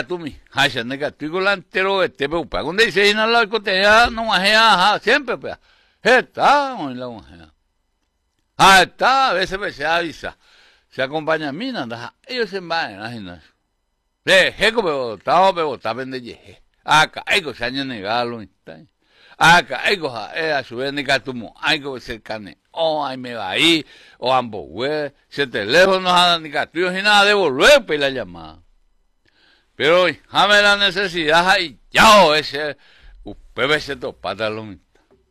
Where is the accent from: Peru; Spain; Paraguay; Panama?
Paraguay; Y hoy podemos decir, somos paraguayos.